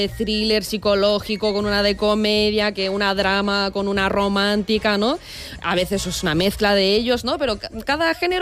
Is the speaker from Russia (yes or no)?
yes; Russia; Spanish is a second language; Buah, sí, me encanta el verano. Y siendo rusa, ¿eh?